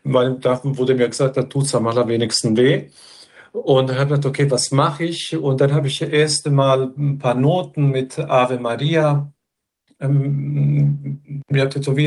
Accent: Bosnia & Herzegovina; Ich bin, glaube ich, Mestina so mit 5 oder 6 geworden. Und wenn ich mich an Bosnien, an meine Kindheit bis zu mei

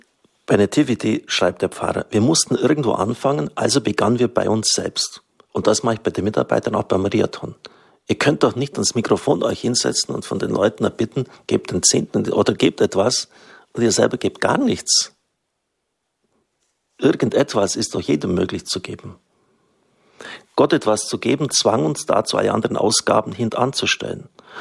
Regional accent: Baden-Württemberg, Germany; born there; Ich bin ein geborener Schwabe.

